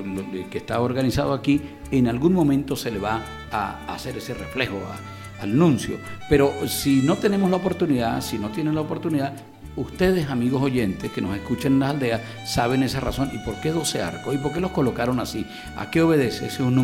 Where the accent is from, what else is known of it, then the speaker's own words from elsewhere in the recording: Mucutuy, Mérida, Venezuela; Mucutuy tiene esta base devocional. Yo quiero resaltar esto, no solo porque es mi pueblo